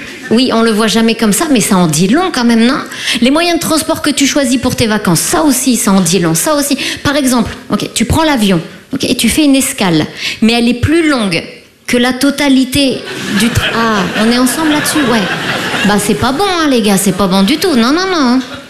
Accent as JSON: {"language": "French", "country": "France", "said": "Parce qu'on est français, voilà, c'est pour ça."}